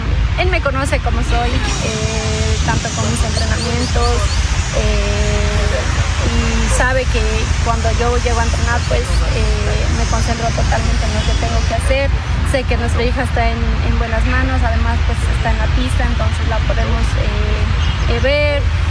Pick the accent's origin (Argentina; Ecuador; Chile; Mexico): Ecuador; Ibarra, Imbabura; moved away as an adult; de mi tierra, en Imbabura